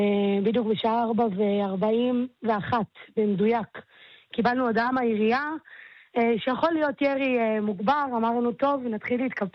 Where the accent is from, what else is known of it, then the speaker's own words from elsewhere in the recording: Nahariya, Northern District, Israel; אני לא מתכוונת לעזוב את נהריה ואני לא אעזוב את נהריה. נהריה עיר יפהפייה וטובה, גדלתי פה ואני מגדלת את הילדים.